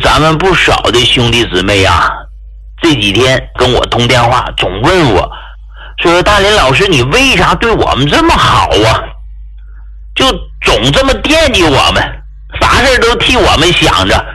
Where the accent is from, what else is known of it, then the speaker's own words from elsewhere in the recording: Hegang, Heilongjiang, China; moved away; 我出生在黑龙江鹤岗，而且呢属于农村，啊，老父亲闯关东来到的这个鹤岗，我母亲是当地人。